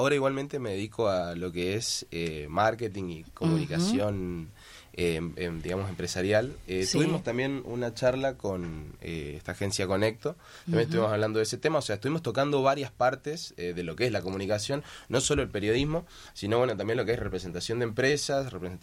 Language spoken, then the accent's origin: Spanish; Resistencia, Chaco, Argentina; Yo soy de Chaco, Resistencia